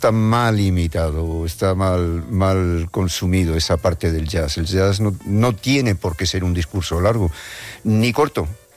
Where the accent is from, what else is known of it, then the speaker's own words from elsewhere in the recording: Madrid, Community of Madrid, Spain; born there; Sí, soy nacido en Madrid, cerca de Las Ventas.